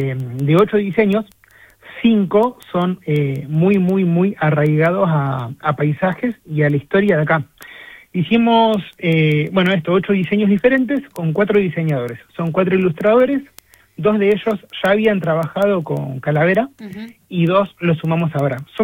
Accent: Río Gallegos, Santa Cruz, Argentina; Que somos de acá, que somos de Río Gallegos, que somos de Santa Cruz, que somos de la Patagonia, y somos orgullosamente de esta zona, de este lugar, y lo elegimos

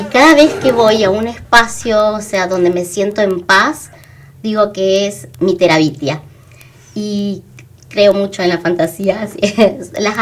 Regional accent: Corrientes, Argentina; moved away; lejos de mi ciudad, porque soy correntina, he llegado acá

